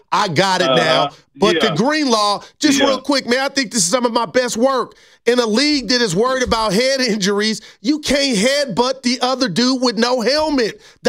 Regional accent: Union City, California, United States; I'm from the Bay, man. Union City, California.

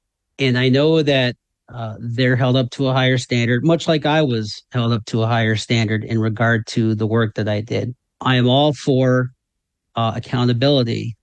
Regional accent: Michigan, United States; also born or lived in Marshall, Michigan / Kansas; now in Battle Creek, United States; I was born in Marshall, Michigan, 1971, raised in Emmett Township, went to Harper Creek Schools, 1990, graduated of Harper Creek

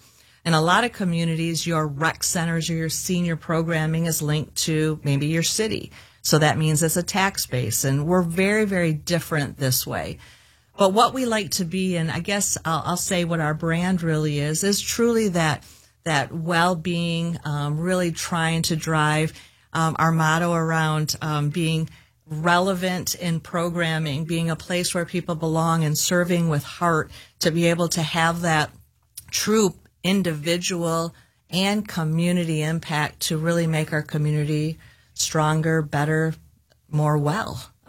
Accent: Saginaw, Michigan, United States; now in Midland, United States; And so, yes, I grew up in Saginaw, and I have officially lived in Midland longer than Saginaw.

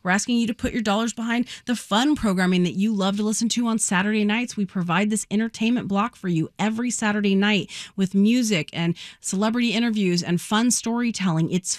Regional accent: Los Angeles, California, United States; I grew up in Los Angeles, so I don't know what real tree camouflage is.

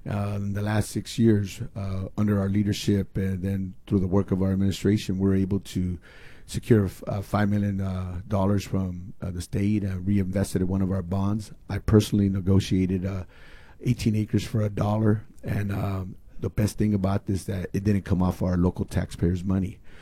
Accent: Kern County, California, United States; I'm from Kern County

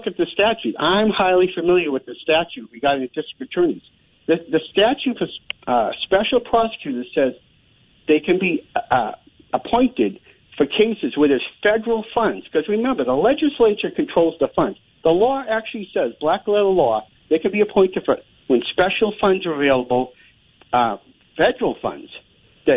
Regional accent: Boston, Massachusetts, United States; I'm from Boston originally. And I went to Capitol Hill High School, Stonehill College. And I'm one of nine kids.

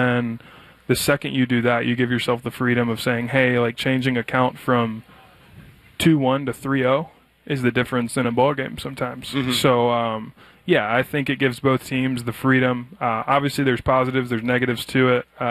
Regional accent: Tennessee, United States; About 20 miles north of Memphis, Tennessee.

